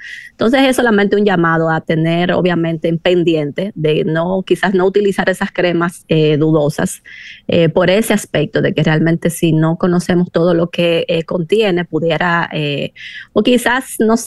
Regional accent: Dominican Republic; yo, como toda dominicana

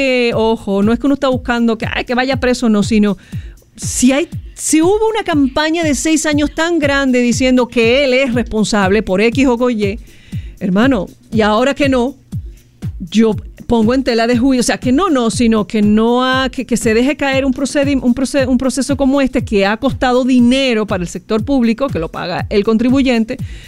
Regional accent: Dominican Republic; yo soy dominicana

